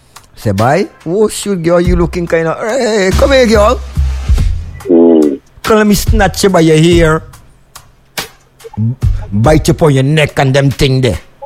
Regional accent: Guyana; I come from Guyana and I's a rice eater.

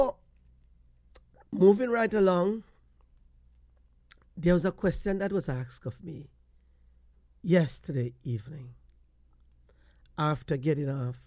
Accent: Jamaica; born there; I know, as a Caribbean-born boy, yes, I was born in the Caribbean. And even though I was born specifically in Jamaica, I am a Caribbean-born boy.

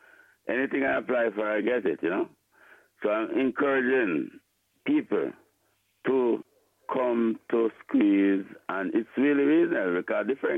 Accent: Jamaica; I'm a Jamaican

